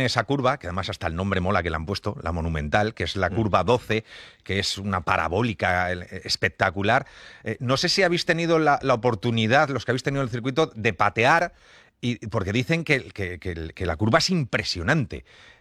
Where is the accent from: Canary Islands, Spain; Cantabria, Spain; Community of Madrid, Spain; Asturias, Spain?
Community of Madrid, Spain; Madrid; Ahí me toca un poquito como madrileño y muy orgulloso de que esto haya ido tan bien